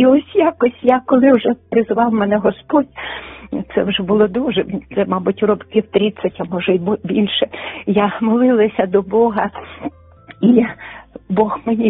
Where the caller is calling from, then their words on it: Kharkiv, Kharkiv Oblast, Ukraine; я з Харкова